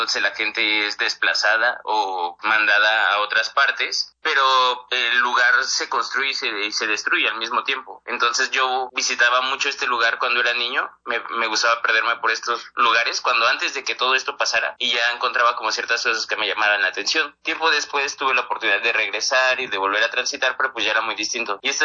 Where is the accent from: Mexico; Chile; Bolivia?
Mexico; Tláhuac, Mexico City; now in Taxco, Mexico; Yo nací y crecí allá en Tláhuac, y ya después de ahí me vine aquí a estudiar a la Facultad de Artes, pero no en Xochimilco, me vine a Taxco